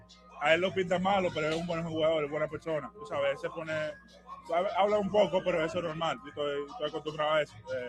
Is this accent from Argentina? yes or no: no; Dominican Republic; como yo crecí jugando para los soy dominicano, eso es lo que hacemos todo el tiempo.